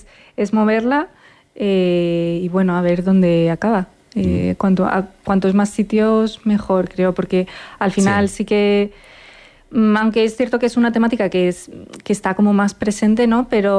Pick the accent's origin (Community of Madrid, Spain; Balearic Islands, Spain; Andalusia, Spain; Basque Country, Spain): Community of Madrid, Spain; Madrid; De Madrid, bueno, soy medio sueca, medio española.